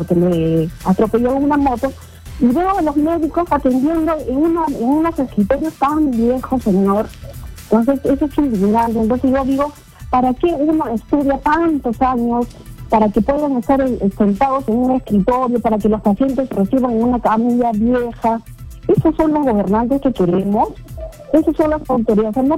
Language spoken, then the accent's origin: Spanish; Peru; O sea, todos somos peruanos. Hagamos conciencia por nuestro país